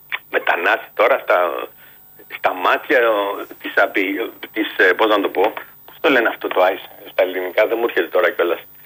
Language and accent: Greek; Nigeria; now in Ireland; Αλλά εγώ εντάξει, μένω στην Ιρλανδία, είμαι από την Αιγυρία, αλλά εγώ κατά βάθος είμαι Έλληνας.